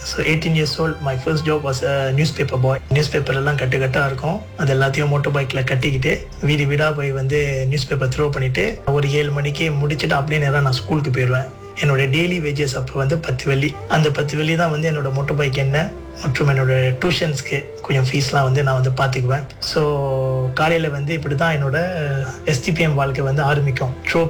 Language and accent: Tamil; Seberang Jaya, Penang, Malaysia; பிறந்தது வளர்ந்தது எல்லாமே சிபராங் ஜயா பிராய் பினாங் என்ற இடத்துல தான்.